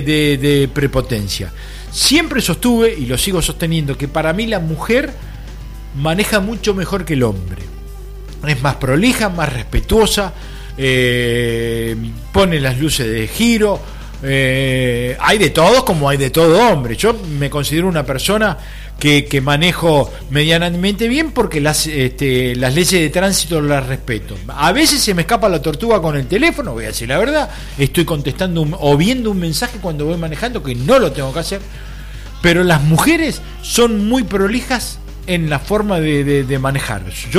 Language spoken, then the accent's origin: Spanish; Neuquén, Argentina; porque yo vengo de Neuquén y es lo mismo.